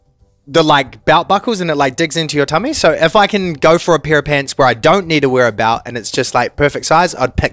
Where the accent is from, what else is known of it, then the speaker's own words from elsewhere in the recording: Invercargill, Southland, New Zealand; moved away; I'm originally from Invercargill in Southland, so I don't think I get affected by the cold as much as some other skinny people.